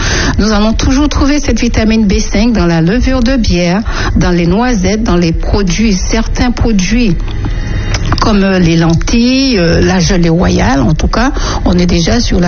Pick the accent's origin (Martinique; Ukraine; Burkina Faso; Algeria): Martinique; chez nous à la Martinique.